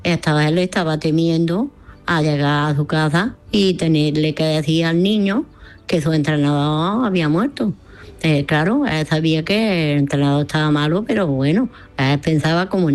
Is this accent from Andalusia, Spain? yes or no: yes; Granada, Andalusia, Spain; Hola, Manolo. … de Granada.